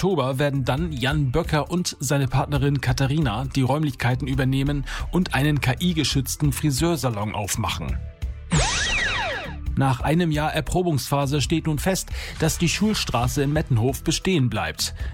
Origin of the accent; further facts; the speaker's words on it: Kiel, Schleswig-Holstein, Germany; also born or lived in Berlin; Leben gerufen habe ich sie 2019, als ich von Berlin nach Kiel zurückzog und wissen wollte, was in meiner Heimatstadt aktuell passiert.